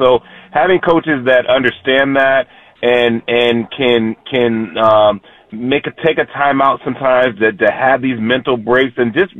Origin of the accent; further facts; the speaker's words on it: Texas, United States; Trust me, I understand. I grew up in Texas, man. High school football is pretty intense.